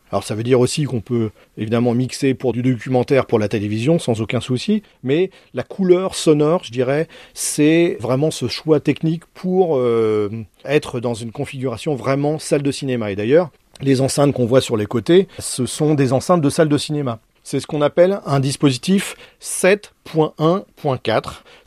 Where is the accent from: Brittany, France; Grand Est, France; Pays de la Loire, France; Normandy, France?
Normandy, France; Rouen; Moi, je suis rouennais, je suis normand, j'ai ma région chevillée au corps.